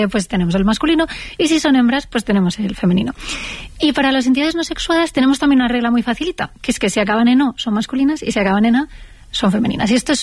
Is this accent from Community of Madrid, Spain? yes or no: yes; Madrid, Community of Madrid, Spain; Yo soy más de Madrid que el lugar. Pero tengo un pueblo de adopción.